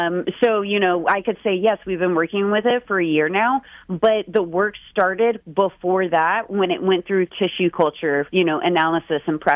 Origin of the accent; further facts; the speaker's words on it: the South, United States; I'm from the South